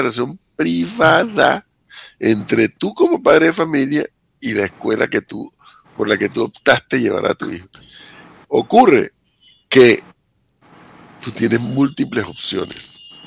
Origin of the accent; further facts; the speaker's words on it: Panama; como un panameño más de miembro de esta sociedad